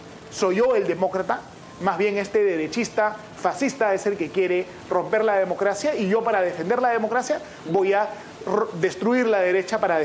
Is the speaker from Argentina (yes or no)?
no; Peru; Yo soy un peruano del Perú profundo como tú.